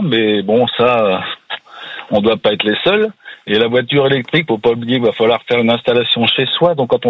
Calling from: Gorges, Pays de la Loire, France; Alors, j'habite à Gorges.

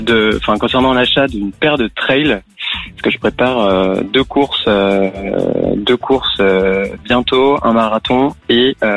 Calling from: Saint-Ouen, Île-de-France, France; j'habite à Saint-Ouen

